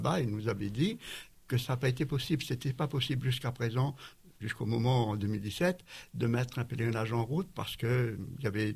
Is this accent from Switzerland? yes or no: no; Réunion, France; Je suis réunionnais.